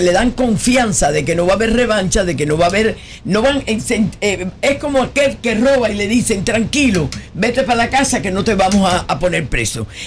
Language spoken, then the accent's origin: Spanish; Cuba; no soy venezolana, soy cubana